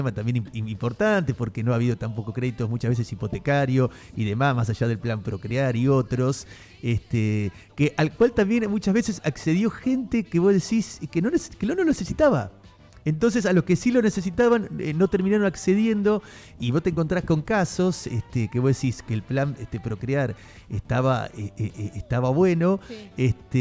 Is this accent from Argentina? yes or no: yes; Argentina; somos muy argentinos en eso.